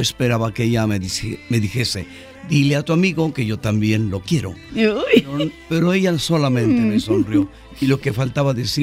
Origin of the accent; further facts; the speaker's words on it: Mérida, Yucatán, Mexico; born there; No se nota, pero nací en Mérida, Yucatán.